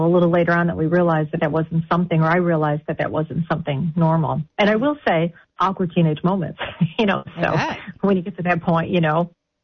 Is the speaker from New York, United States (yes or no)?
yes; Buffalo, New York, United States; I'm from Buffalo.